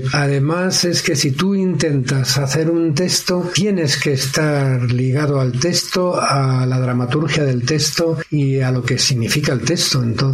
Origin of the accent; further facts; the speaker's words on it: Madrid, Community of Madrid, Spain; born there; Soy madrileño, nacido en Madrid, pero bueno, los que nacemos en Madrid somos también de donde son nuestros padres.